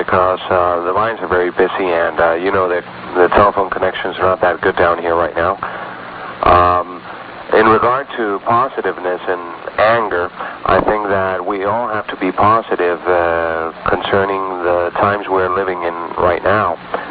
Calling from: Tijuana, Baja California, Mexico; I am in Tijuana, Mexico.

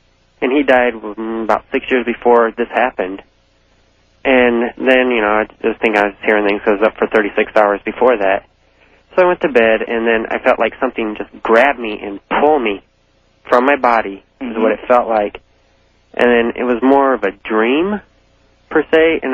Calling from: Omaha, Nebraska, United States; I'm calling from Omaha, Nebraska.

